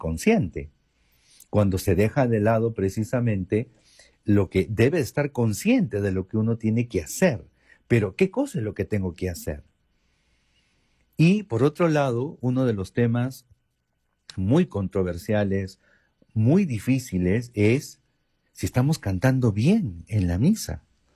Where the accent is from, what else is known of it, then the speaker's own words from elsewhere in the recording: Peru; ¿De dónde soy? Soy de Perú.